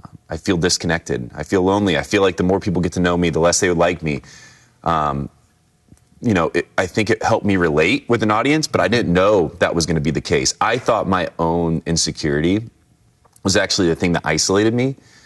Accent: Indiana, United States; now in Denver, United States; I had no friends in Denver. I'm from Indiana originally.

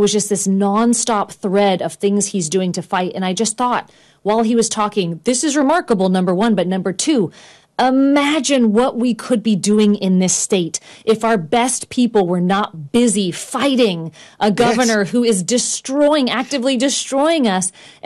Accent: California, United States

